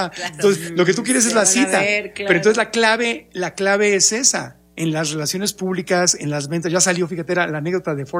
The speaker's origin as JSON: {"language": "Spanish", "town": "Ciudad Obregón", "region": "Sonora", "country": "Mexico", "tie": "born or raised there", "said": "Yo crecí en Sonora, en Obregón."}